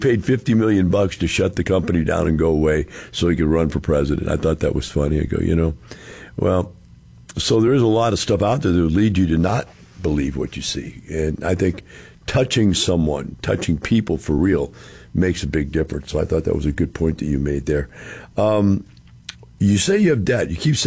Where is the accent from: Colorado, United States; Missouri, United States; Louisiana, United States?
Missouri, United States; I'm from Missouri, and we call it the show me state.